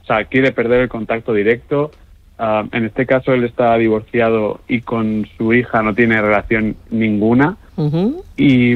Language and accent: Spanish; Alicante, Valencian Community, Spain; Además, Sonia y yo, claro, somos de Alicante.